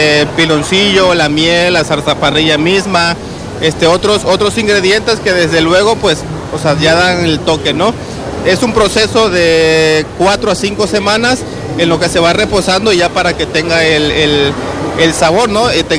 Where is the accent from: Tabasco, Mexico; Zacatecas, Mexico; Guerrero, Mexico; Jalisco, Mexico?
Tabasco, Mexico; Huimanguillo; Nosotros somos de Huimanguillo, pero bueno, tenemos entregas, gracias a Dios, hemos ido avanzando y tenemos ya entregas aquí en Villahermosa.